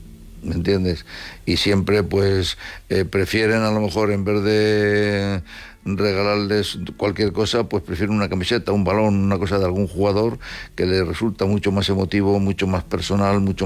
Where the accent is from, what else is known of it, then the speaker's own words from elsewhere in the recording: Madrid, Community of Madrid, Spain; Bueno, la verdad que yo soy de Madrid